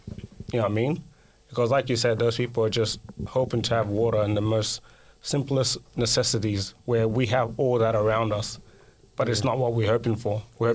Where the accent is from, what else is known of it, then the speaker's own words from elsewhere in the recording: Guinea; now in Australia; So I'm from Guinea, West Africa.